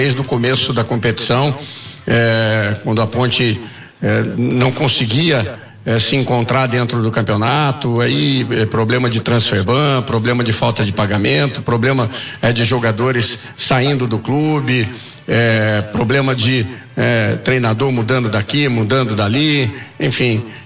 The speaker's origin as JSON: {"language": "Portuguese", "town": "Campinas", "region": "São Paulo", "country": "Brazil", "said": "Eu como campineiro tenho 61 anos"}